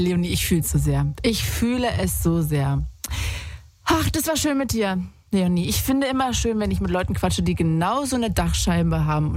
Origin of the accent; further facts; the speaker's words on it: East Germany, Germany; ich komme auch aus Ostdeutschland.